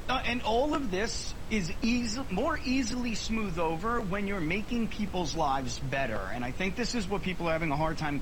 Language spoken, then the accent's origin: English; New York, United States; And I'm originally from New York. I'm not, you know, I'm living in the South now, but I was, you know, a native New Yorker.